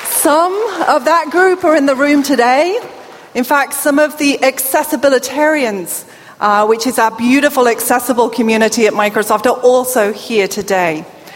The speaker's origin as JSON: {"language": "English", "country": "United Kingdom", "accent": "British", "lives_now": "United States", "said": "I should explain my accent. That is a British accent. I don't want any misunderstanding. I am not Australian. And I live in Washington State."}